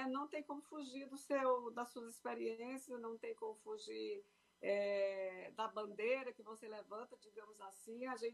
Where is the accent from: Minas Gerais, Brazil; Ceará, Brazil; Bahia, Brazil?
Ceará, Brazil; Baturité; born there; Eu venho de Baturité, Ceará